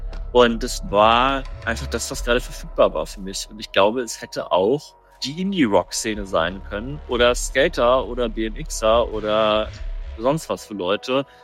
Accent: Germany

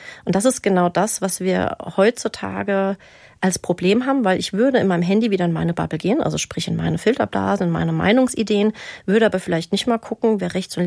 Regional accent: Frankfurt, Hesse, Germany; Ich bin Frankfurterin

